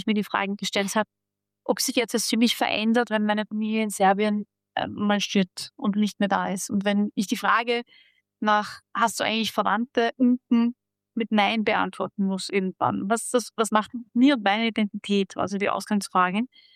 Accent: Austria; born there; klassisches Gastarbeiterkind. Ich habe meine Mutter ist Akademikerin, sie hat Germanistik studiert in Belgrad und ich bin dann in Österreich geboren.

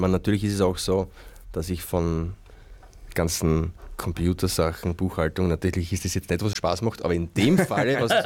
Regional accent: Burgenland, Austria; now in Berg, Austria; Naja, ich bin ja eigentlich aus KC. Das heißt, ich komme aus dem Burgenland, wohne jetzt seit 17 Jahren eine Ortschaft weiter. Das ist ein Berg, das ist in Niederösterreich. Das heißt, eigentlich bin ich sozusagen burgenländischer Niederösterreicher.

